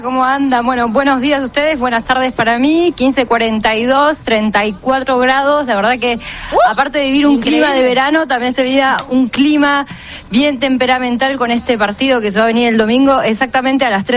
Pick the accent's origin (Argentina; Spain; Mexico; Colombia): Argentina; now in Switzerland; así que aunque tenga pasaporte suizo, yo soy argentina, pero desde el cajón, hasta la muerte soy argentina.